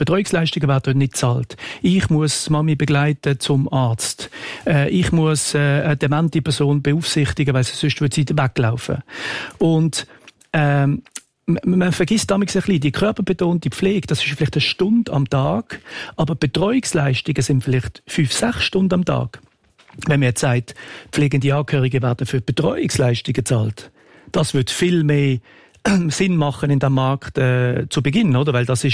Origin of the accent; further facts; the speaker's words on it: Switzerland; Aber wir als Schweizer Bevölkerung haben gesagt, wir wollen alle Leute versorgen